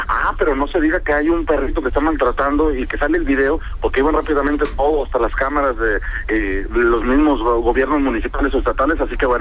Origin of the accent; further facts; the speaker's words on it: Mexico; todos somos bien mexicanos